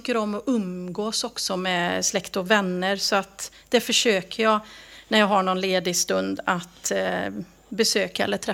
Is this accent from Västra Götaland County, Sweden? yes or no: yes; Hudene, Västra Götaland County, Sweden